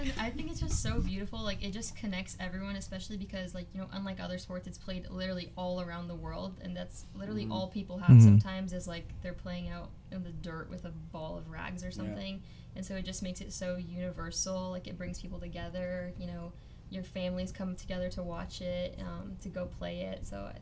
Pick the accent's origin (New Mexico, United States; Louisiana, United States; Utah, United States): New Mexico, United States; now in Long Beach, United States; I'm kind of used to, like, growing up in New Mexico, like, I mean, it's very hot, but it also gets cold.